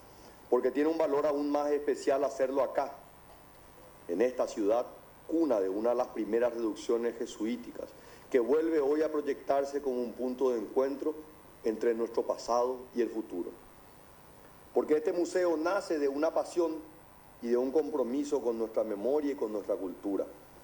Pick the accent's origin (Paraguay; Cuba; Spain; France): Paraguay; vengo como un paraguayo, amante de nuestra tierra, orgulloso de nuestras raíces.